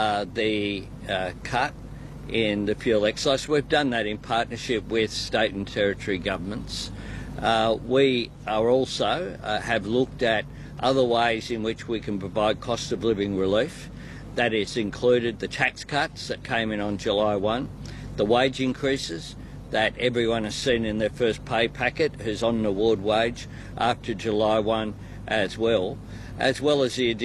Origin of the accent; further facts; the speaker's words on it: New South Wales, Australia; in my home state in New South Wales